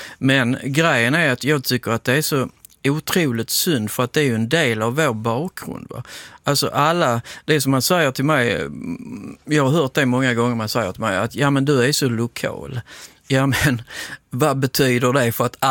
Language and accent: Swedish; Hagestad, Skåne, Sweden; när jag växte upp i Hagesta, eller Hagesta säger man